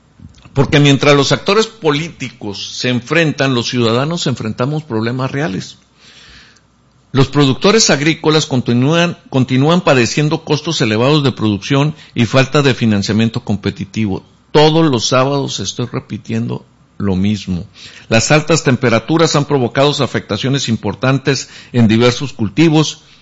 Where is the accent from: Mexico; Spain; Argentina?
Mexico; Mexicali, Baja California; cuando somos de aquí de Mexicali